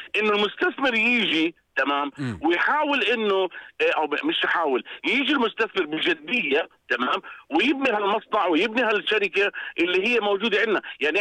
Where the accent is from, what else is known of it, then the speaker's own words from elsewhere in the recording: Jordan; عندنا في الأردن